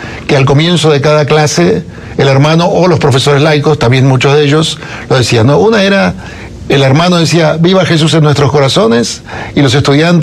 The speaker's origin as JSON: {"language": "Spanish", "region": "Buenos Aires", "country": "Argentina", "tie": "born or raised there", "said": "Yo nací en la Argentina, en una familia de clase media católica, y mi madre fue la que insistió y convenció a mi padre para que fuéramos a un colegio católico."}